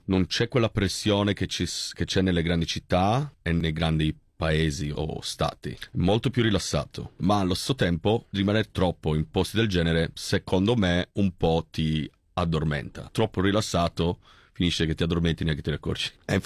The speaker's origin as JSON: {"language": "Italian", "region": "Sardinia", "country": "Italy", "also_born_or_lived": "England / Caribbean / Japan", "moved": "yes", "lives_now": "Melbourne, Australia", "said": "vengo dalla Sardegna, in provincia di Cagliari. Ho deciso di venire in Australia quasi per caso, nel inizio 2012. Non era fuori dai miei piani, diciamo. E quindi, diciamo, mi sono ritrovato in Australia, ci sono caduto."}